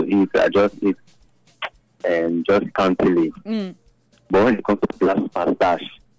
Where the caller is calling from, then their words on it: Nigeria; from Okoro.